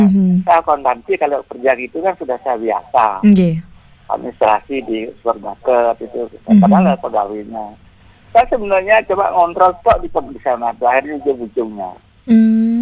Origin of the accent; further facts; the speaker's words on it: Bali, Indonesia; also born or lived in Surabaya; Tapi saya orang Bali ya. Di sini pun banyak saudara saya.